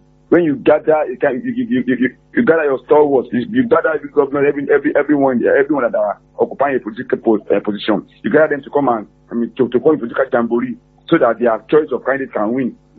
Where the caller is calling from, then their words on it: Osun, Nigeria; Osun State people, we are